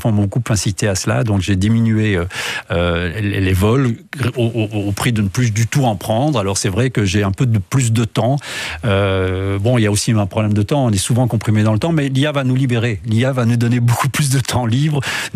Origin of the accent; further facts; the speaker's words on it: Rome, Lazio, Italy; Voilà, je suis originaire en fait de Rome.